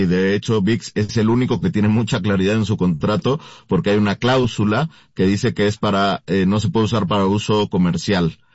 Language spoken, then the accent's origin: Spanish; Mexico; pues como los mexicanos somos muy creativos